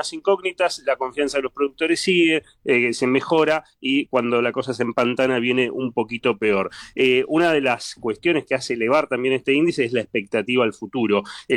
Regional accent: Argentina; y también fíjate cómo somos los argentinos

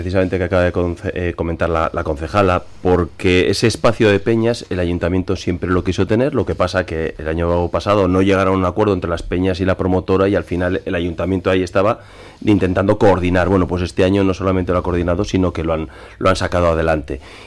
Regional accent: Santander, Cantabria, Spain; Yo, por ejemplo, soy de Santander y en la Campa de la Magdalena hay unos conciertos muy buenos, pero la gente pagando.

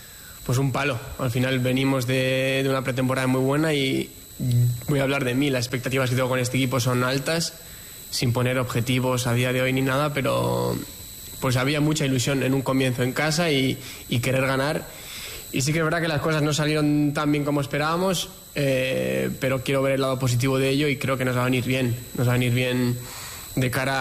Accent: Basque Country, Spain; encima yo soy de aquí, de Euskadi, y lo siento el Eibar como también un club muy especial

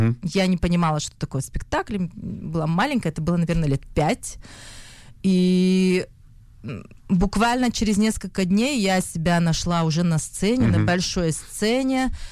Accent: Irkutsk, Irkutsk Oblast, Russia; Родилась я в Сибири. В городе Иркутск.

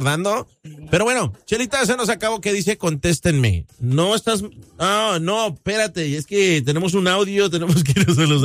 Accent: Jojutla, Morelos, Mexico; Yo soy de Jojutla, Morelos, México. Cerquitas de Cuernavaca, al lado de Tlaquiltenango.

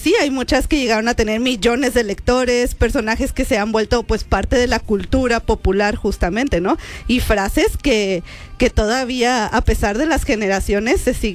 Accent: Mexico; Mexicano, sí, porque es septiembre. Ajá. Es el único momento en que soy mexicana.

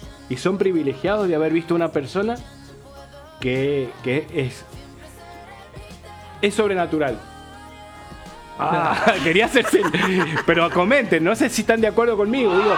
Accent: San Juan, Argentina; sepan entender que vengo de San Juan. No me mate.

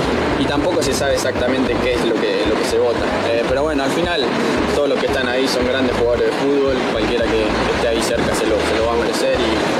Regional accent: Argentina; Nosotros, como argentinos, además tenemos esa cotita que obviamente nos encantaría que la gane Leo.

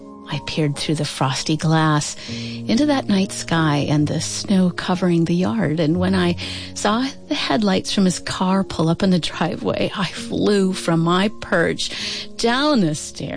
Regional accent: Nebraska, United States; when I was a girl growing up in Nebraska

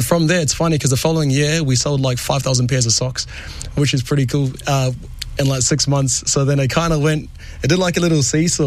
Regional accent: Auckland, New Zealand; Like I'm from South Auckland and I built this for my garage

